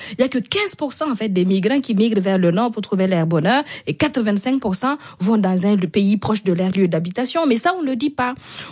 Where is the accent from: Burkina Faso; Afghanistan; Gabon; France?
Burkina Faso; beaucoup de pays africains l'ont compris, notamment chez moi au Burkina